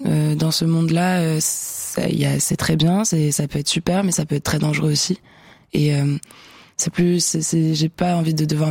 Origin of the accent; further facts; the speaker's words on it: Switzerland; je suis suisse, que je suis là pour la Suisse aussi